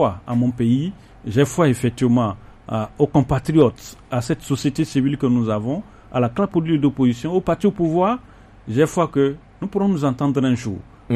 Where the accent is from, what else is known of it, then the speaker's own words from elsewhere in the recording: Togo; Et j'ose croire, en tant que Togolais, on peut le faire.